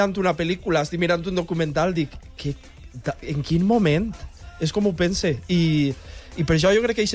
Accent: Guadassuar, Valencian Community, Spain; jo soc un xavalet de Guadassuar.

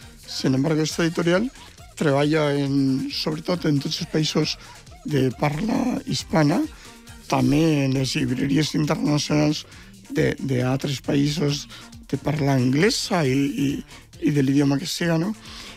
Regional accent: Valencian Community, Spain; com som els valencians. Som traqueros, som bogueros, som festeros

